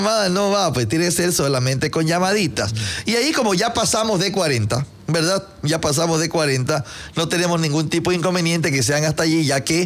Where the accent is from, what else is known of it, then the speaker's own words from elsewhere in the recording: Quevedo, Los Ríos, Ecuador; ¡Desquite, mi tierra! Yo soy del Desquite